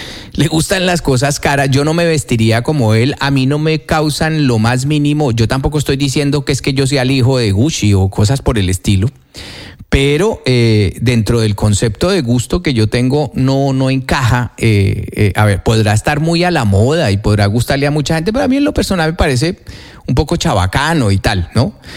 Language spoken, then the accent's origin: Spanish; Colombia; nosotros somos colombianos porque pertenecemos a un país que se llama Colombia